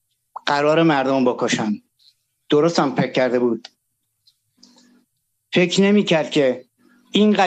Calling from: Iran; به عنوان یه ایرانی

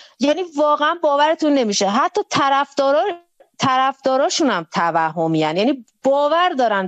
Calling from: Iran; من خودم هم به عنوان یک ایرانی

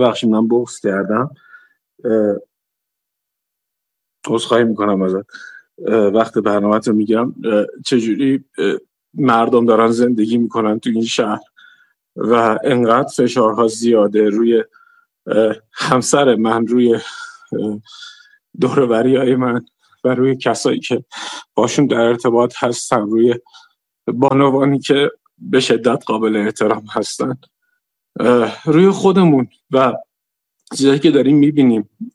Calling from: Mashhad, Razavi Khorasan, Iran

